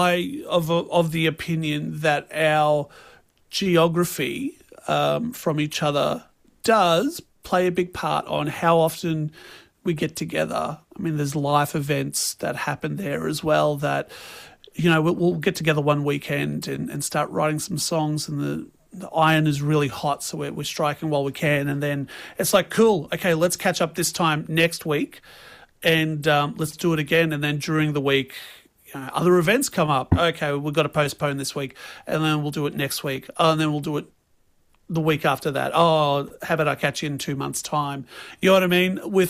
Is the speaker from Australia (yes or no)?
yes; Brisbane, Queensland, Australia; also born or lived in Toowoomba; I'm born and bred in Brisbane